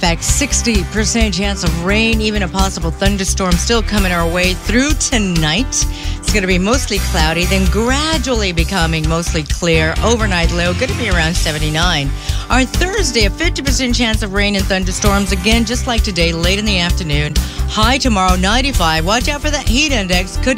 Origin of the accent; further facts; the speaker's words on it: Texas, United States; now in Florida, United States; I grew up in Texas